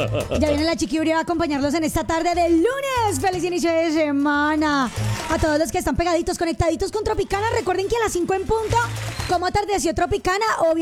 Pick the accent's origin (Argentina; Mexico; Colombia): Colombia; nos compete a todos como colombianos